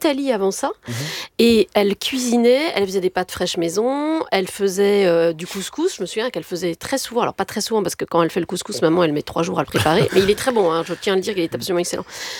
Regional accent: Tunisia; born there; Mais je suis née en Tunisie.

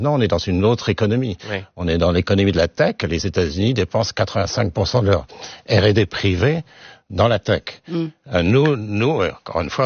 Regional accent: Toulouse, Occitanie, France; je suis toulousain

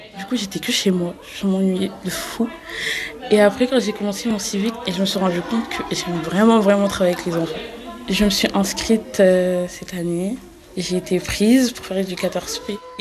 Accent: Grigny, Île-de-France, France; J'ai grandi à la Grande Borne. J'habite vraiment à 100 minutes d'ici.

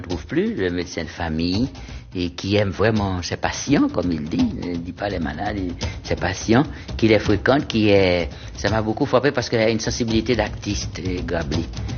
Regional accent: Jacmel, Sud-Est, Haiti; dans ma ville natale

